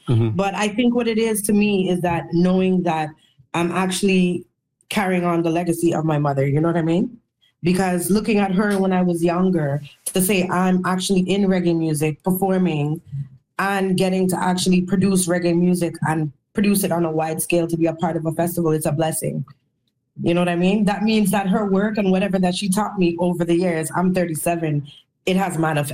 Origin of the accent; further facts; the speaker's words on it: Canada; we as Canadian artists, we have to take the music just as serious as people in the States and in Jamaica and all over the world. Because if we don't do that, it's like we're not showing what Canada has to offer.